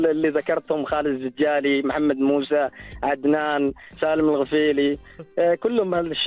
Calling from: Muscat, Muscat Governorate, Oman; أنا أتكلم معك من مسقط، مسقط العامرة.

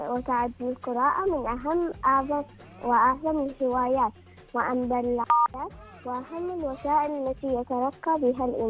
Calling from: Ibri, Ad Dhahirah, Oman

